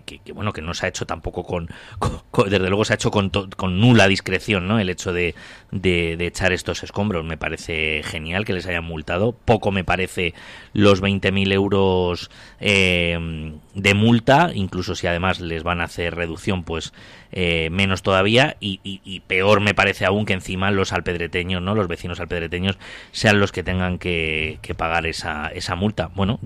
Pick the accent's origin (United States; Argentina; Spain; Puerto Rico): Spain; como españoles que somos, ¿no?